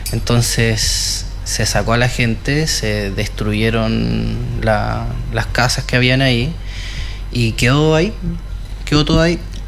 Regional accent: Cartagena, Valparaíso, Chile; also born or lived in San Antonio; yo empecé en San Antonio, yo nací en San Antonio y como 3-4 meses ya viví en Cartagena.

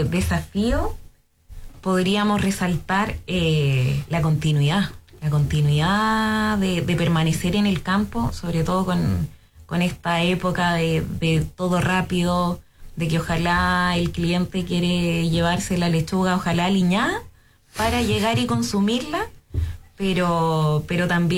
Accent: Araucanía, Chile; Esta región me atrajo después, pero soy oriunda de la Araucanía. Y allá mi abuelo criaba ovejas

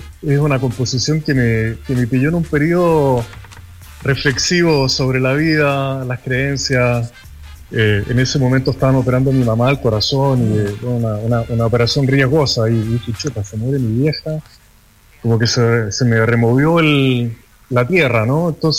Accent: Santiago, Santiago Metropolitan Region, Chile; also born or lived in Paris, France; Y después viví 18 años en Francia, en París. Y entonces si bien yo aprendí música de chico acá en Chile, en Santiago

